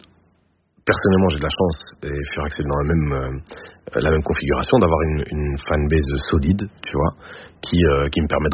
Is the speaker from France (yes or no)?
no; Brussels, Brussels-Capital Region, Belgium; je travaillais à la maison de jeunes de Forêt, chez nous à BX